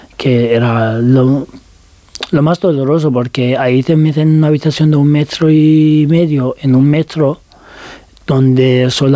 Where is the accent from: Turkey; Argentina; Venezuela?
Turkey; Spanish is a second language; da igual que seas también turco, porque digo, soy turco